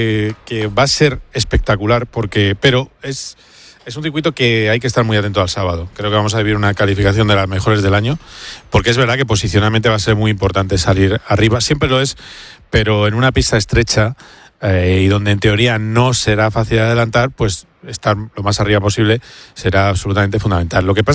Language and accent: Spanish; Madrid, Community of Madrid, Spain; yo como madrileño